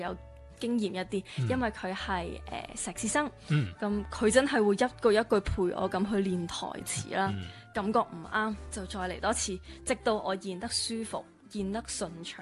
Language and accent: Cantonese; Macau; 我同麦思玉一样，都系土生土长嘅澳门人，跟住出去打拼拼搏